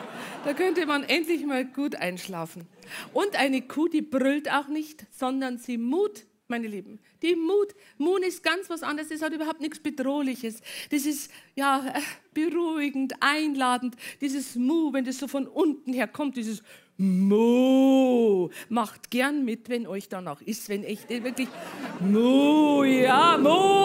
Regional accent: Bavaria, Germany; ich bin aus Bayern, ich gebe es offen zu, ich liebe Bayern.

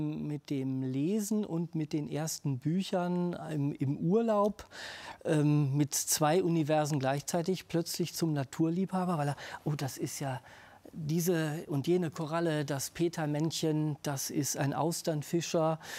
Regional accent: Solingen, North Rhine-Westphalia, Germany; Rheinland-Pfalz ist für mich absolut meine Heimat geworden. Also ich kann nicht mehr an die Wupper zurück, auch wenn die etwas sauberer geworden ist.

